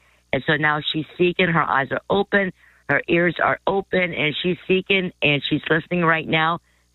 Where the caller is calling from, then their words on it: Key West, Florida, United States; Good evening, Pastor Doug. Good evening, Pastor Jane. … from Key West, Florida.